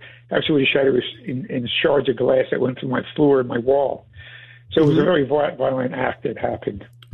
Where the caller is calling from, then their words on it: Atlantic City, New Jersey, United States; I was renovating my home in Atlantic City here